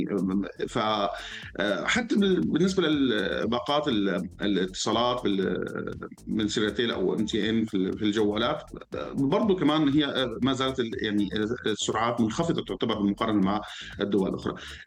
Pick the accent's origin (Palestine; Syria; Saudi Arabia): Syria; أو أنا كمواطن سوري فيني أعتبر ممكن هذه المنافسة تكون بالنسبة لي هي فرصة صراحة